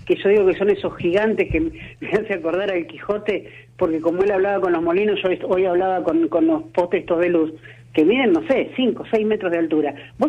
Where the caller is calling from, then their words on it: Sauce Grande, Buenos Aires Province, Argentina; En mi caso particular, yo vivo en Sauce Grande. Sauce es a 7 kilómetros de Montehermoso, donde siempre el único acceso que tenemos, obviamente dependemos de Montehermoso, ¿no?